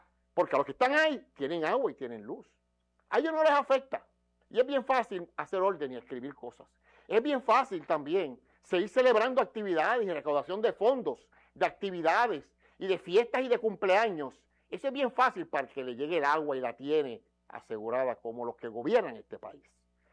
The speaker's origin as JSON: {"language": "Spanish", "country": "Puerto Rico", "tie": "born there", "said": "como puertorriqueño que ama esta tierra, que nací aquí y adoro mi tierra."}